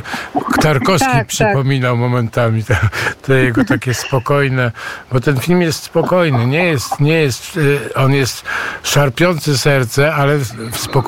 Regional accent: Warsaw, Masovian Voivodeship, Poland; ja jestem z Pragi i chodziłem po takich miejscach niejednokrotnie

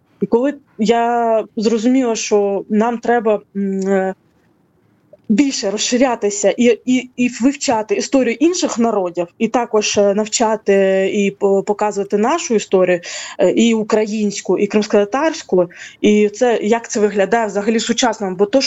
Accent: Crimea, Ukraine; Ось, і він розказував, як ми пов'язані, кримські татари, да, пов'язані з Польщею по історії.

